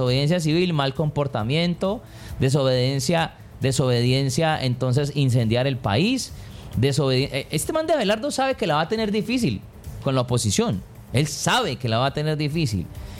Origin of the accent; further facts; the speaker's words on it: Colombia; la gente no respeta lo que yo como colombiano puedo haber pensado